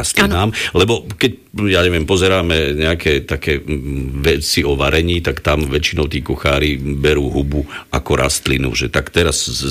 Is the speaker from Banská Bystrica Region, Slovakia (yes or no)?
yes; Divín, Banská Bystrica Region, Slovakia; u nás v dedine, v Divíne